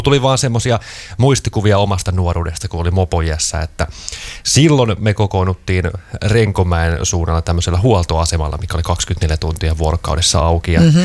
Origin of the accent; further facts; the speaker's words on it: Lahti, Päijät-Häme, Finland; moved away; mä oon alun perin Lahdesta kotosin, mutta sieltä pois muuttanut.